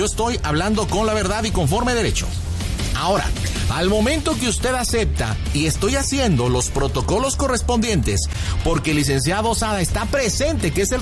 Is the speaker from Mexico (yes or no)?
yes; Monterrey, Nuevo León, Mexico; born there